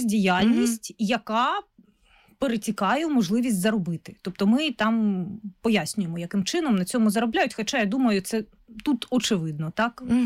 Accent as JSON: {"language": "Ukrainian", "region": "Luhansk Oblast", "country": "Ukraine", "tie": "born or raised there", "moved": "yes", "said": "я сама з Луганщини"}